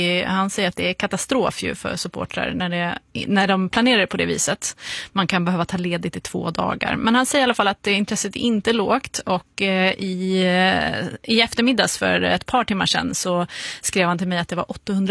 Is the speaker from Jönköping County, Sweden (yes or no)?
no; Skåne, Sweden; som skåning.